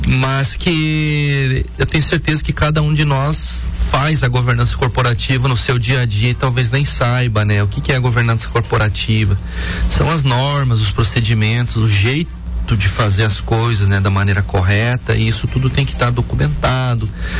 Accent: Três Barras, Santa Catarina, Brazil; moved away as an adult; now in Vale do Aço, Brazil; lá em Três Barras, que é a minha terra natal.

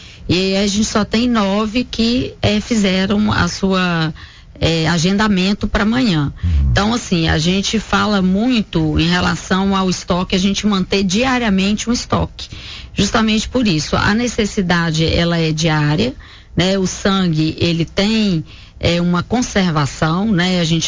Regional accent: Coronel Fabriciano, Minas Gerais, Brazil; born there; moved away as an adult; also born or lived in Juiz de Fora; Eu sou de Fabriciano, né? Nasci aqui, meus pais moram aqui.

